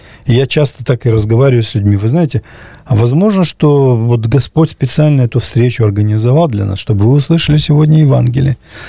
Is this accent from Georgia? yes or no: no; Kabardino-Balkaria, Russia; И, например, я кабардинец, я мусульманин. То есть я родился кабардинцем, это значит, я уже мусульманин.